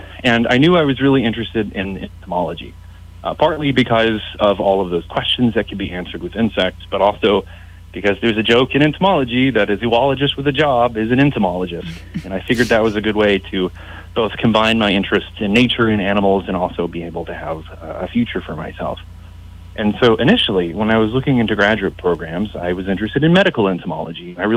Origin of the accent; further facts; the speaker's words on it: Nashville, Tennessee, United States; moved away as an adult; also born or lived in Hawaii / Southern California; So I'm originally from Tennessee. I grew up on the outskirts of Nashville, so I was very fortunate to be surrounded by nature from an early age.